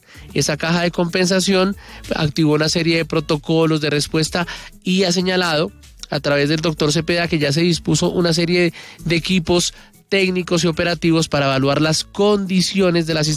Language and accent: Spanish; Colombia; porque todos somos colombianos y todos sentimos ese dolor